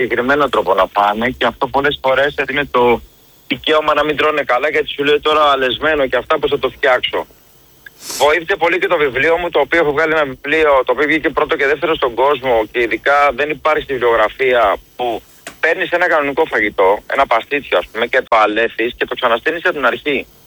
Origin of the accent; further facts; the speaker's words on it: Greece; ότι είμαστε Έλληνες